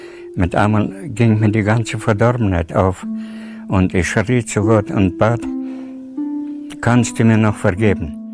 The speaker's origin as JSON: {"language": "German", "country": "Tajikistan", "tie": "born or raised there", "said": "Ich komme aus Tadschikistan und bin dort auch geboren, 1937. Und meine Eltern wurden dort hingesiedelt, also zwangsmäßig, an die 35."}